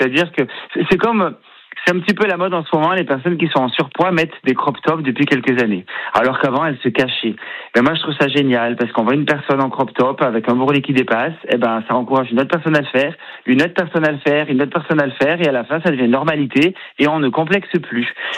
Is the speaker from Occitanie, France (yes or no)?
yes; Occitanie, France; also born or lived in Cantal; Alors moi je viens pas très loin. Moi je suis de Lozère. Je suis né dans le Cantal. On fait partie voilà du Massif Central.